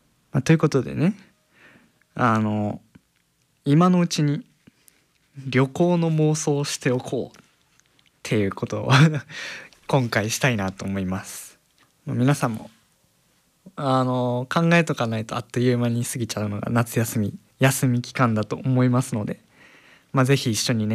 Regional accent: Gifu, Japan; 僕の地元岐阜

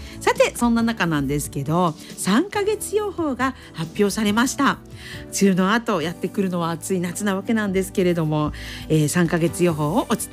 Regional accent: Kanazawa, Ishikawa, Japan; 私あの実家が金沢市なんですけれども宇多津山公園この近くに生まれ育ちましたので

